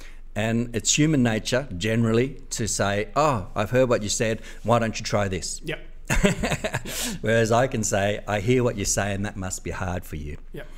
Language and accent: English; Sydney, New South Wales, Australia; I grew up in Granville, a very multicultural place, and I loved